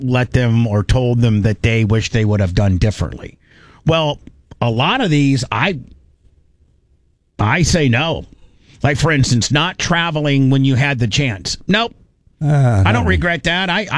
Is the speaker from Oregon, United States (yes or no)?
no; Indiana, United States; My idea of a great vacation is going to Indiana. And going back to my hometown and seeing my friends and seeing Larry and spending time with Larry.